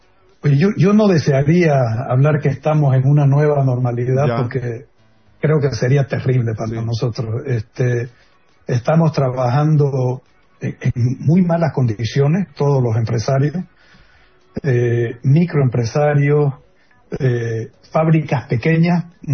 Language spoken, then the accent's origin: Spanish; Santa Cruz, Bolivia; nosotros como cruceños